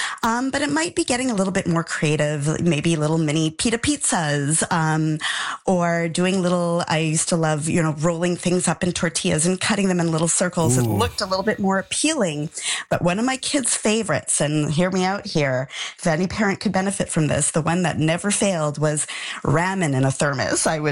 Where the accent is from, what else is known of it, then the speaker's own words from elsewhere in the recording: Montreal, Quebec, Canada; I'm from Montreal